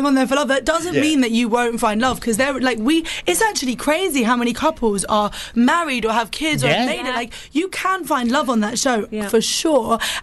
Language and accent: English; Cyprus; now in London, United Kingdom; because it's like the Middle Eastern connection, because I'm from Cyprus, obviously.